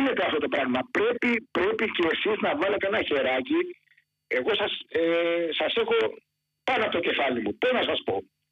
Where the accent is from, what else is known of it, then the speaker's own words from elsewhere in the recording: Gargalianoi, Peloponnese, Greece; Εγώ είμαι από τους Γαργαλιάνους.